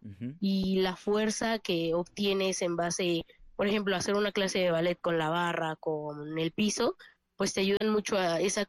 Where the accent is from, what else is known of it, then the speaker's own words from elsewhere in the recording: Poza Rica, Veracruz, Mexico; Bueno, yo soy de Poza Rica … decidí entrar a la escuela porque vi sobre las audiciones de la compañía.